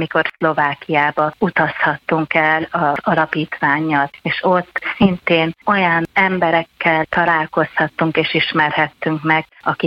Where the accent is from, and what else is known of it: Vác, Pest, Hungary; born or raised there